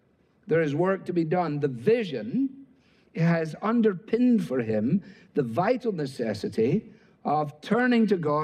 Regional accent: Scotland, United Kingdom; As a Scotsman, it appeals to me.

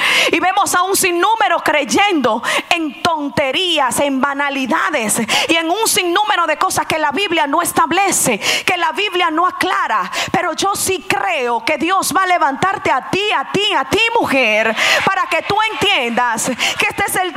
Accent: Dominican Republic; Yo soy dominicano, entiéndeme. Yo soy del Caribe, yo tengo sangre fuerte.

